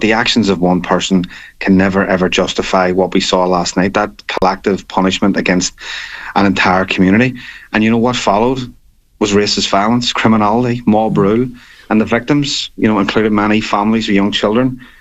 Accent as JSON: {"language": "English", "town": "Belfast", "region": "Northern Ireland", "country": "United Kingdom", "tie": "born or raised there", "said": "I grew up in West Belfast, which is a nationalist area. And, I grew up hearing stories of people in my own community who were burned out simply because of their religion."}